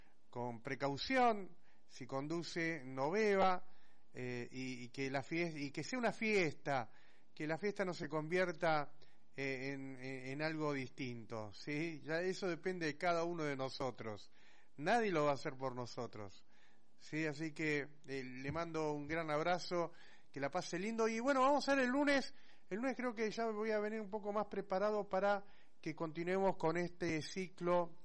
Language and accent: Spanish; Argentina; Somos argentinos